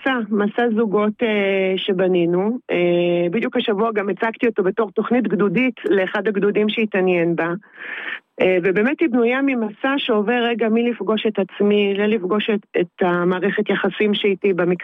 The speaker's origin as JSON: {"language": "Hebrew", "town": "Jerusalem", "region": "Jerusalem District", "country": "Israel", "also_born_or_lived": "Vered Yeriho", "moved": "as an adult", "lives_now": "northern Israel", "said": "אנחנו במקור ירושלמים, מירושלים, וב-20 שנה האחרונות גרנו בצפון ים המלח, במושב ורד יריחו."}